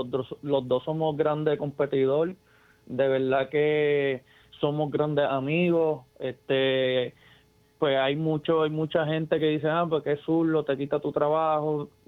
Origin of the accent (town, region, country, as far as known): Puerto Rico